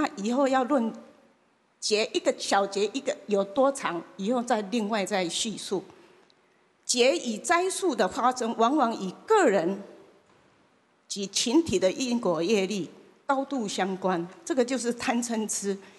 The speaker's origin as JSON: {"language": "Chinese", "country": "Taiwan", "accent": "Taiwanese Hokkien", "second_language": "Chinese", "said": "容许我讲台语啊"}